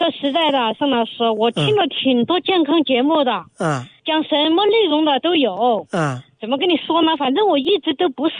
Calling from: Kunming, Yunnan, China; 我是昆明的新听众啊

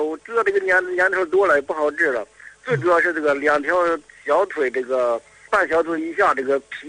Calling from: Xingtai, Hebei, China; 河北邢台农村的，

